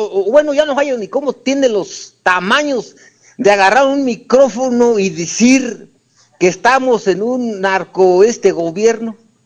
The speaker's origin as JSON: {"language": "Spanish", "town": "Santa Ana Maya", "region": "Michoacán", "country": "Mexico", "said": "yo los he escuchado aquí en mi pueblo."}